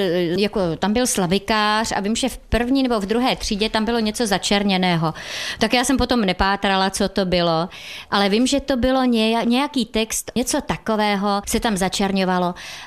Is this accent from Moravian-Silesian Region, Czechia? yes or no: no; Česká Skalice, Hradec Králové Region, Czechia; Já jsem prožívala dětství v České Skalici a mně se tam strašně líbilo. Já jsem vyrůstala u své prababičky